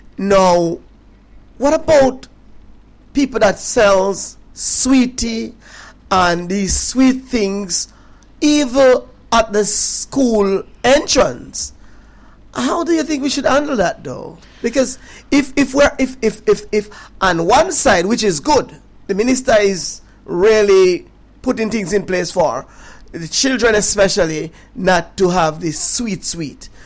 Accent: Portland Cottage, Clarendon, Jamaica; we grew up in Portland Cottage in Clarendon here

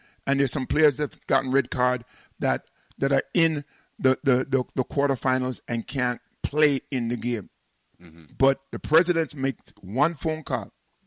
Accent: United Kingdom; I'm British

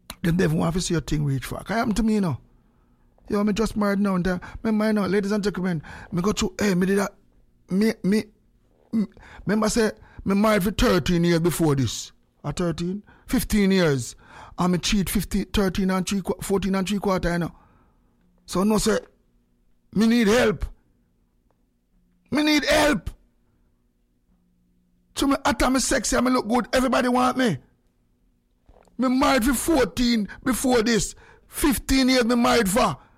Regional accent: Jamaica; Remember, we come from Jamaica. Music, our message, you know? For those who don't know, we are Jamaican men. Our message, 99% of our lifestyle from Jamaica is music.

